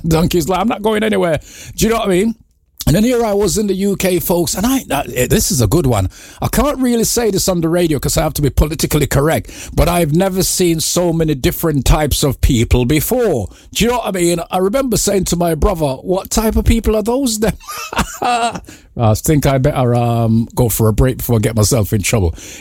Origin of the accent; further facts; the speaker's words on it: Jamaica; also born or lived in Hulme, Manchester; now in United Kingdom; I grew up in Jamaica, in rural Jamaica, in a village, all right? Now, I came to the UK in the latter part of the 70s